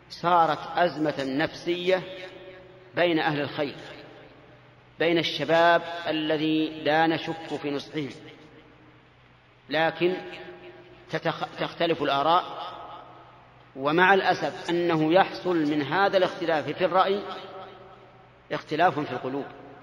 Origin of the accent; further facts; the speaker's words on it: Saudi Arabia; هنا عندنا في السعودية